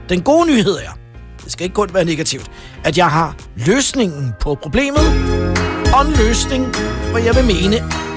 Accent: Vium, Central Denmark Region, Denmark; jeg dansede til den på sodavandsdiskoteket i Vium, hvor jeg kommer fra.

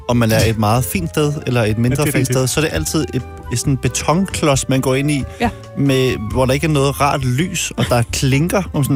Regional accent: Gladsaxe, Capital Region of Denmark, Denmark; der, hvor jeg er fra, Høje Gladsaxe.

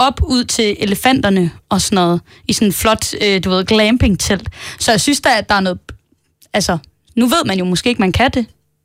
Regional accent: Aarhus, Central Denmark Region, Denmark; Jeg er jo fra Aarhus.

